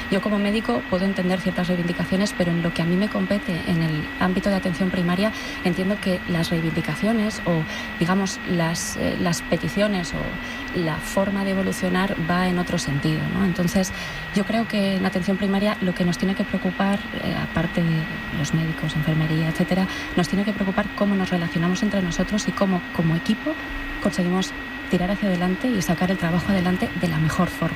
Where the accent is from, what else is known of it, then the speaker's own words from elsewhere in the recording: León, Castile and León, Spain; moved away as an adult; Yo tampoco soy de aquí, yo soy de León.